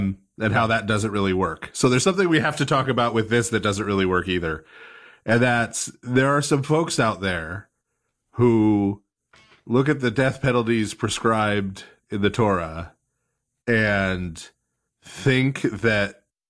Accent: Louisiana, United States; You know, I'm a glutton from Louisiana. You can't trust me on this at all.

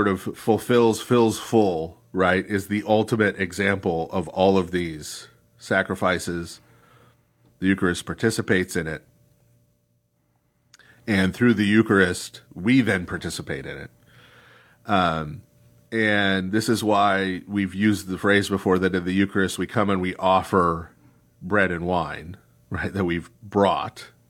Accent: California, United States; I'm from Southern California

